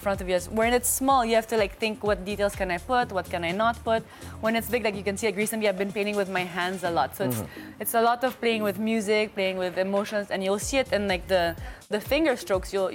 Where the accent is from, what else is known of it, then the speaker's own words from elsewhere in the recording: Philippines; I love the Philippines. I'm Filipino. I love Filipino people.